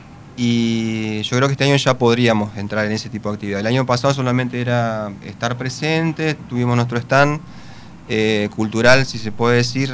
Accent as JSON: {"language": "Spanish", "town": "Paraná", "region": "Entre Ríos", "country": "Argentina", "tie": "born there", "said": "Yo nací en Bajada Grande, en la zona se asentaron eslovenos y croatas, vinieron... Son los dos asentamientos más grandes que se dieron en la zona de Paraná, en Bajada Grande."}